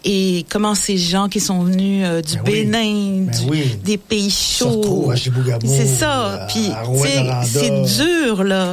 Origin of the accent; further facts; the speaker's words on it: Quebec, Canada; moved away as an adult; also born or lived in Europe; now in Longueuil, Canada; J'ai étudié, travaillé là-bas. Et quand je suis revenue au Québec, pour moi, ça m'avait beaucoup manqué de pas bien connaître mon Québec.